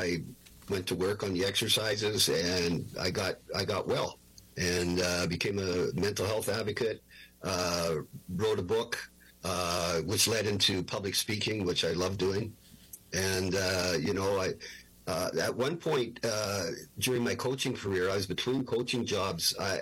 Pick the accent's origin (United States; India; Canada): Canada; I'm Canadian